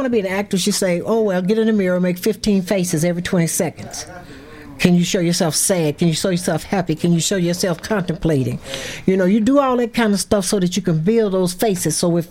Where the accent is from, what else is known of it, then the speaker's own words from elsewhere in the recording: East Chicago, Indiana, United States; moved away as an adult; now in Milwaukee, United States; No, I'm originally from East Chicago, Indiana.